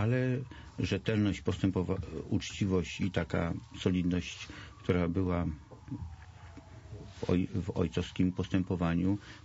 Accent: Warsaw, Masovian Voivodeship, Poland; Warszawa. Cały czas urodziłem się i mieszkałem w Warszawie.

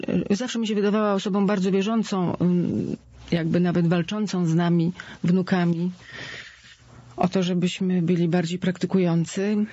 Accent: Płock, Masovian Voivodeship, Poland; born there

